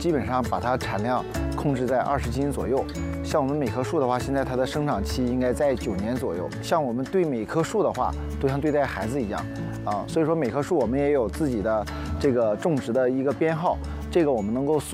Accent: China; 这个是我们中国人种的啊，我们的基地就在辽宁省大连市

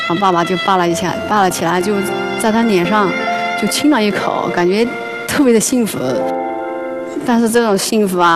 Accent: Yunnan, China; 我来自云南俊雄。

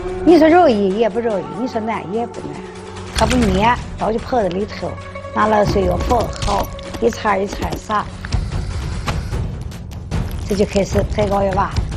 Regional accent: Datong, Shanxi, China; 所谓土生土长的大头人

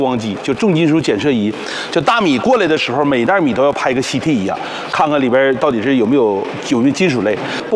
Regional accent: Inner Mongolia, China; 我见证了我们家乡的翻天覆地的变化，对吧？我受益在哪儿？因为我通过我们三河村的主导产业啊，

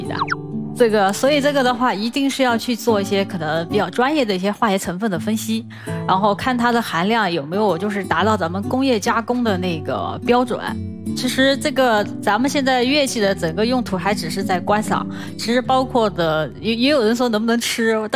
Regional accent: Yunnan, China

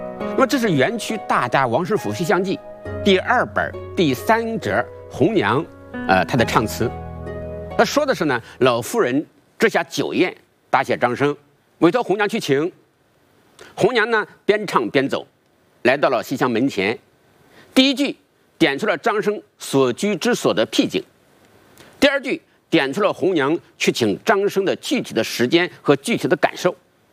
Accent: China

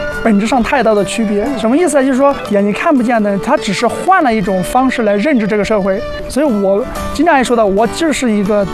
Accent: Sichuan, China; moved away; also born or lived in Beijing; 其实我是四川人

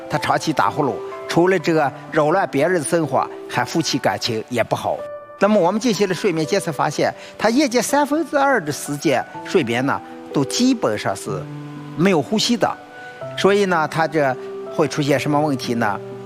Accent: China; 我们中国人大概现在15%的睡眠障碍的人就需要就诊

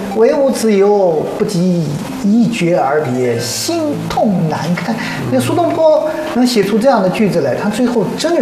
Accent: China; 对，我们中国人哲学就是这样的。

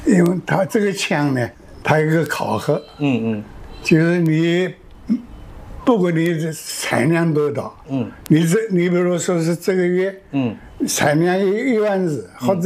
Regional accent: Jiangsu, China; 我老家是江苏的，我是57年。

